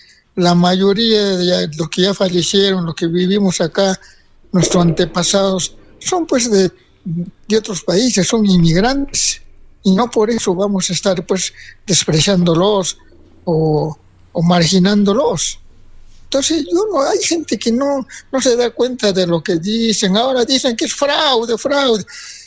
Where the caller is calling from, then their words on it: Peru; aquí en el Perú